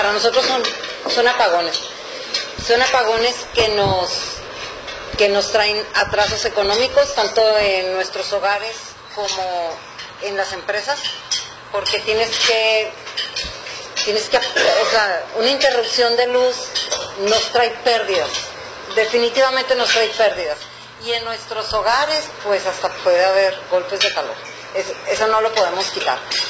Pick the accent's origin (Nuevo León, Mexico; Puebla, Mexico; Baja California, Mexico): Baja California, Mexico; Mexicali; Es un tema que nos preocupa a todos los que somos de Mexicali